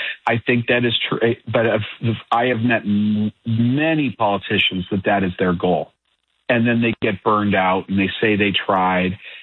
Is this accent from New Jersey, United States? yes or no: no; Cleveland, Ohio, United States; I remember a guy, Dave Zupan in Cleveland, Ohio, my hometown, someone I met.